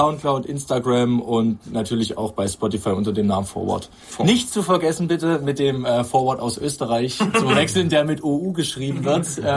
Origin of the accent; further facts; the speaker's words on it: East Germany, Germany; Es hat halt, weil es bei uns im Osten, muss man sagen, halt ziemlich bekannt ist, mit Hardtech angefangen.